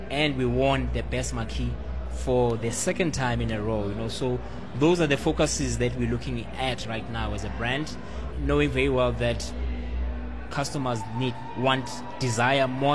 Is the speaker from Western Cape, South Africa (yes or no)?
no; Eastern Cape, South Africa; the Eastern Cape. Of course, that's our home.